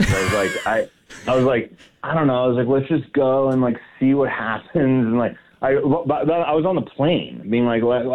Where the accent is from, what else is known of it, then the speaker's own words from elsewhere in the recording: Toronto, Ontario, Canada; I grew up on lakes in Toronto my whole life.